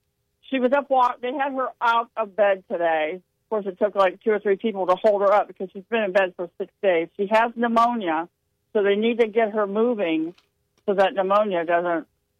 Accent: Ohio, United States; born or raised there; moved away as an adult; now in Nashville, United States

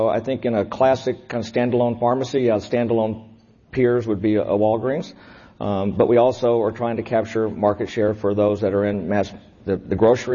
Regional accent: Dallas, Texas, United States; I was born in Dallas, Texas, a multi-generation Texan. And so I was born and raised and didn't leave until I went off to college.

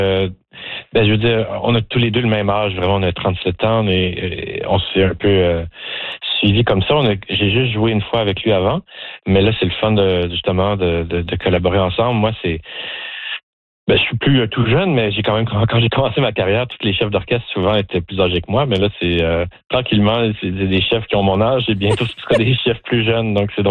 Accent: Joliette, Quebec, Canada; Moi, j'ai grandi à Joliette au Québec, petite ville francophone à 1 heure de Montréal.

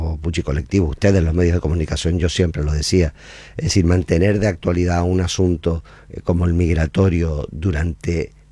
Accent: Canary Islands, Spain; aquellas personas que nosotros fuimos inmigrantes como canarios

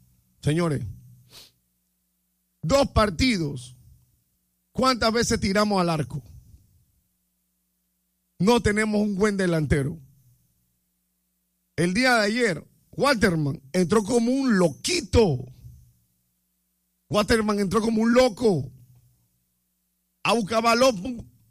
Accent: Panama; somos panameños. Sí, somos panameños

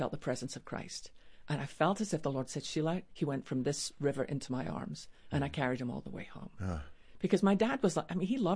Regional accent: Scotland, United Kingdom; Because we're Scottish, we just get on with life.

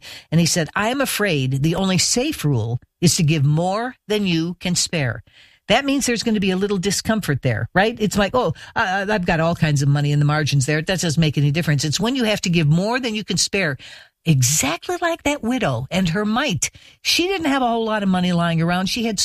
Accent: Midwest, United States; now in US East Coast; when I was raised in the Midwest, that'd be the time you'd go out for a fish fry.

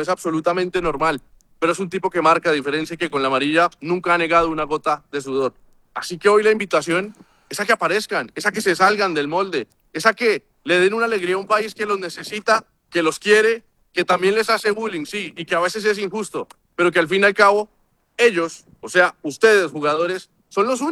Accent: Colombia; Yo tengo mi camiseta de Colombia, así como muchos colombianos

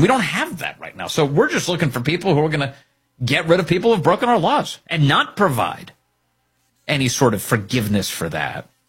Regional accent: South Carolina, United States; born there; I was a Marine brat, you know, so we moved all over the place. But that's the place I was born. I was born in South Carolina.

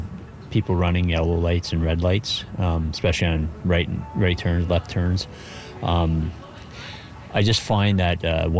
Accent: Ontario, Canada; now in Fredericton, Canada; I'm from Ontario originally, so I know how they drive there, and I'm seeing it here now in Fredericton

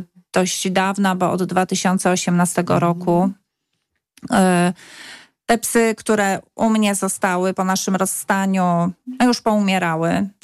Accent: Subcarpathian Voivodeship, Poland; moved away; Tak, przyjechałam z Podkarpacia w 2006 roku.

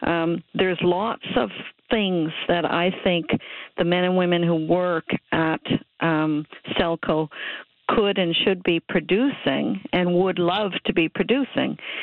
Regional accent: Ontario, Canada; also born or lived in Toronto; I didn't grow up in Hamilton. I grew up in Northern Ontario.

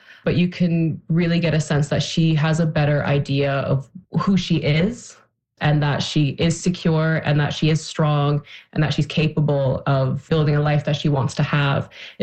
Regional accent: Newfoundland and Labrador, Canada; born there; I mean, I was born in Newfoundland.

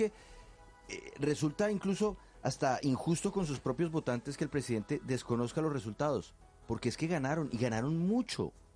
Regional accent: Colombia; a cada uno como colombiano.

